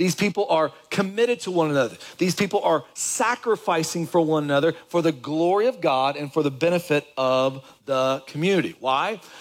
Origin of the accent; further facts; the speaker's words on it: Kentucky, United States; moved away; I left Kentucky. I'll give of my hometown with my family.